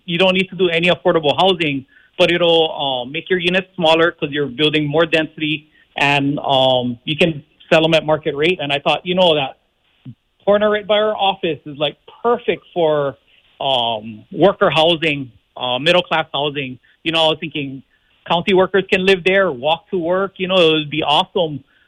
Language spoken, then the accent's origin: English; Kauai, Hawaii, United States; I'm born and raised on Kauai